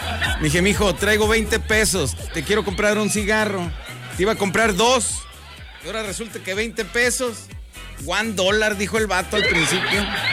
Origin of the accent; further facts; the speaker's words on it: Mexico; soy más mexicano que...